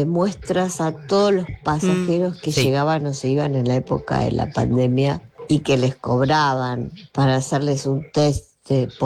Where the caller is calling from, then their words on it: Mar del Plata, Buenos Aires Province, Argentina; soy de Mar del Plata.